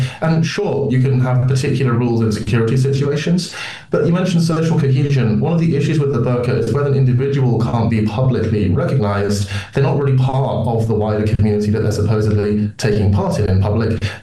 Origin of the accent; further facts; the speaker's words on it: United Kingdom; as a British Muslim